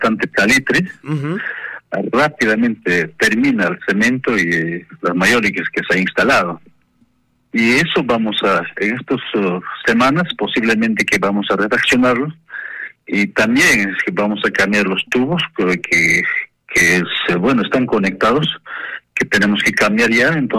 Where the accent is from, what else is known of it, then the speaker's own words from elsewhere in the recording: Chumpi, Ayacucho, Peru; nuestro pueblo de Chumpi